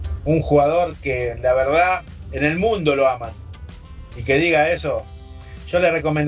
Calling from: González Catán, Buenos Aires Province, Argentina; de González Catán.

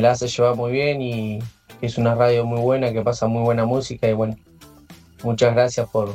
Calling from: Buenos Aires, Argentina; trabajo acá en Buenos Aires con el auto, con Uber.

